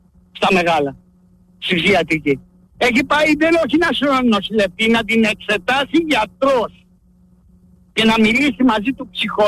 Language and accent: Greek; Keratsini, Attica, Greece; now in Thessaloniki, Greece; Εγώ είμαι από το Κερατσίνι. Είχα τσιχαδώσει. Είχα μια εταιρεία security, την έκλεισα, τελείωσε. Έτσι, και ανέβηκα πάνω στη Θεσσαλονίκη.